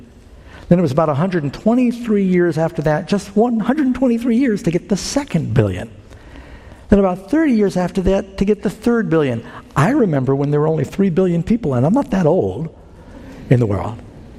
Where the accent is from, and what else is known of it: New York City, New York, United States; born or raised there